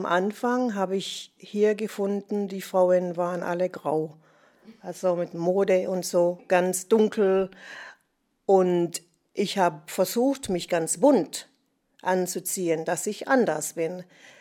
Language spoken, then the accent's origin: German; Jamaica; German is a second language; auch ich habe immer Englisch gesprochen, aber wir haben auch unser Dialekt in Jamaika.